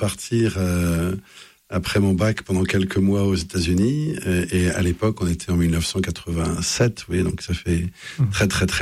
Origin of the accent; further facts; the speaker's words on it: Paris, Île-de-France, France; now in Lille, France; je suis un Parisien indécrottable, j'ai vécu 54 ans à Paris